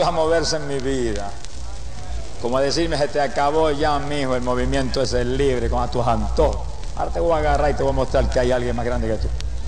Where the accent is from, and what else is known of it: Camuy, Puerto Rico